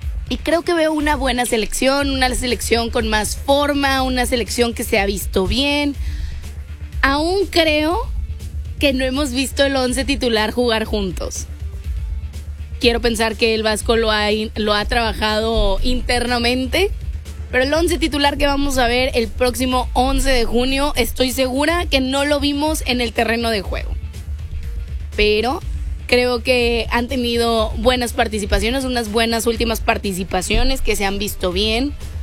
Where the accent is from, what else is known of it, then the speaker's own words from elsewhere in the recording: Mexico; ese 12º jugador que somos todos nosotros mexicanos, que estamos recibiendo en casa